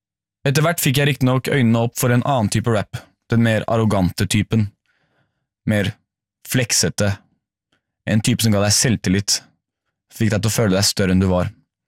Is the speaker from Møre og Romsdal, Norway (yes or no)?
no; Oslo, Norway; jeg er fra Oslo Øst, ga det meg en slags underdog-mentalitet. Oslo Vest hadde mest penger, mest makt. Jeg vokste opp i et møblert hjem med ressurssterke foreldre